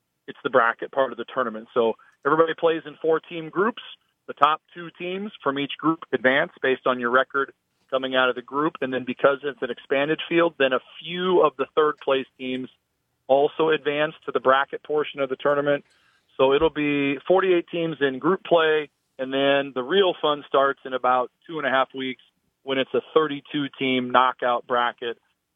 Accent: United States; as an American sports fan, soccer fan

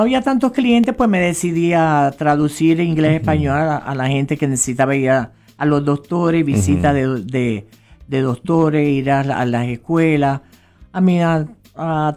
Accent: Puerto Rico; also born or lived in Stuttgart, Germany; now in Nebraska, United States; nací en Massachusetts, en Alemania, Stuttgart, pero me crié en Puerto Rico y por eso yo soy boricua. Siempre digo que soy puertorriqueña.

